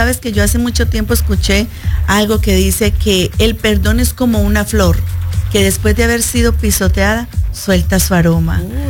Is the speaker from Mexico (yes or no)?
no; Colombia; now in Miami, United States; yo estoy aquí, soy de Colombia.